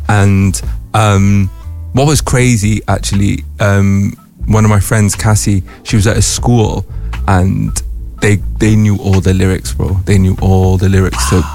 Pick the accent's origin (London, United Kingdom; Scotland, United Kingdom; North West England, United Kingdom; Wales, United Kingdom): Wales, United Kingdom; as South Walians, as Welsh people in general